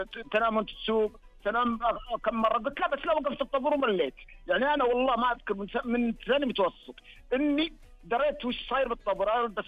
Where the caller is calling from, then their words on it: Dammam, Eastern Province, Saudi Arabia; الدمام. انا من الدمام.